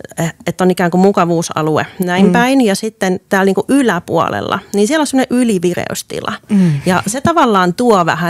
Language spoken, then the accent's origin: Finnish; Helsinki, Uusimaa, Finland; Mä oon nuoruuteni elänyt tuolla Helsingissä